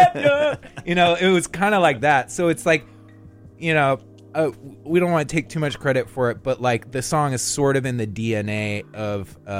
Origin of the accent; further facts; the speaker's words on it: Santa Rosa, California, United States; Yeah, the Plaza and Cottingtown. I'm from Santa Rosa.